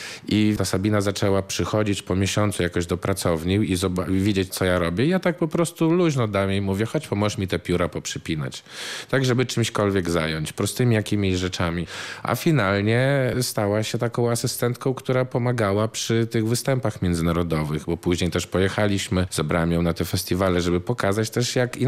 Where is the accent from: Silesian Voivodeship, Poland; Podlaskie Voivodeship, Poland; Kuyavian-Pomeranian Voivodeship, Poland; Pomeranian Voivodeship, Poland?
Podlaskie Voivodeship, Poland; Białystok; w którym ja się wychowywałem jako dziecko w Białymstoku.